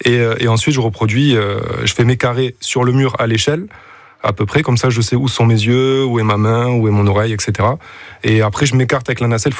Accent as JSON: {"language": "French", "region": "Occitanie", "country": "France", "said": "je viens de Cerdagne"}